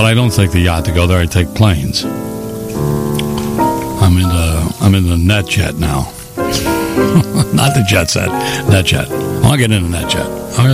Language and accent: English; Boston, Massachusetts, United States; growing up in Boston, I heard all those guys I used to listen to.